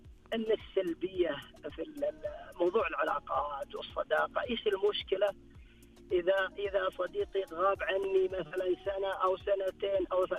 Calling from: Abha, Asir, Saudi Arabia; الأجواء الجميلة عندنا في أبها.

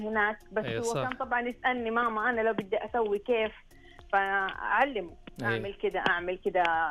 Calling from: Mecca, Makkah Province, Saudi Arabia

